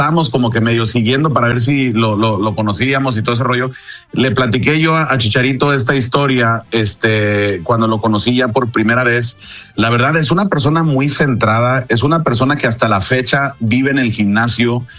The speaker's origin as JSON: {"language": "Spanish", "country": "Mexico", "said": "tenemos que apoyarlo como mexicanos"}